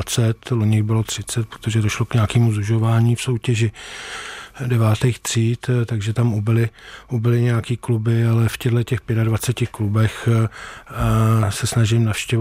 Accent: Prague, Czechia; tak jsem na všechno koukal optikou Prahy, protože jsem z Prahy celý život, jsem prožil v Praze

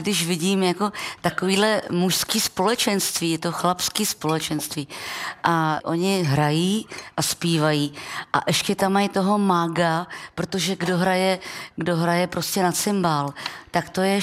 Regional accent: České Budějovice, South Bohemian Region, Czechia; Já jsem třeba z Budějc, u nás v Budějcích cymbal vůbec neexistuje, jo.

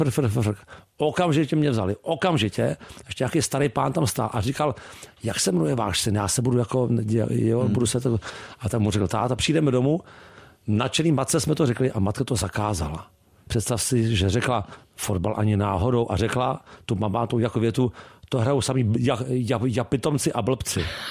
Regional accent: Prague, Czechia; born or raised there

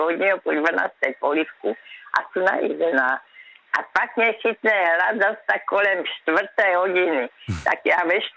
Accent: Brno, South Moravian Region, Czechia; Víte, kde jsem vyrostla v Kamence? To je tam je kopec v Brně.

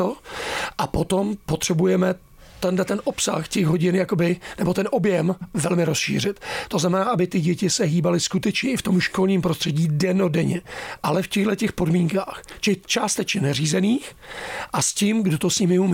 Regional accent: Příbram, Central Bohemian Region, Czechia; No samozřejmě, já jsem Příbramák, jsem z Brd

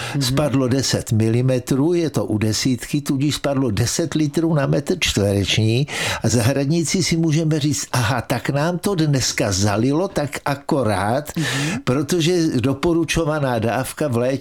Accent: Holice, Pardubice Region, Czechia; jsem vyrůstal v Holicích

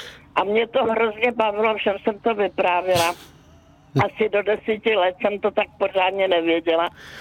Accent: Prague, Czechia; born there; now in České Budějovice, Czechia; Já jsem se narodila v Praze. Žiju teda v Českých Budějovicích a už jsem stará, hodně stará baba.

